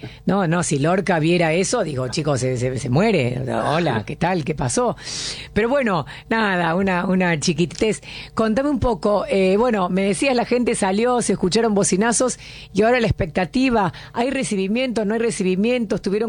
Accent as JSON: {"language": "Spanish", "country": "Argentina", "said": "Vos sos argentino también, vos sabés lo que somos nosotros de locos y de exorbitado."}